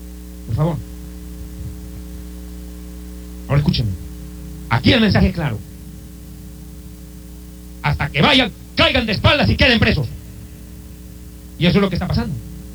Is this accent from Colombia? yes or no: no; Bolivia; en Cochabamba, Bolivia, en mi país.